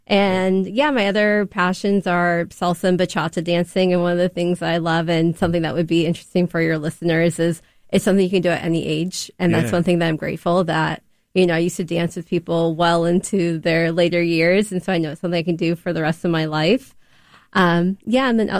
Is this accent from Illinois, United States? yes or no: no; Seattle, Washington, United States; I'm born and raised in Seattle.